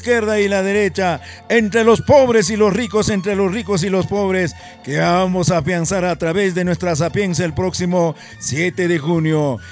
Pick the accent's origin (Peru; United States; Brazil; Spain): Peru